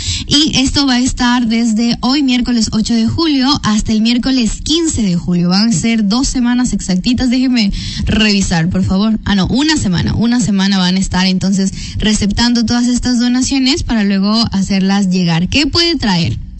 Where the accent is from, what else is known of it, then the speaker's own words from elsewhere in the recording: Ecuador; como ecuatorianos y ecuatorianas